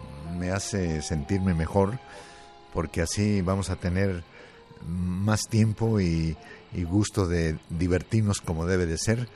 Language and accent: Spanish; Tlaltenango, Zacatecas, Mexico; now in Los Angeles, United States; todos los que somos de Tlaltenango y sus familias.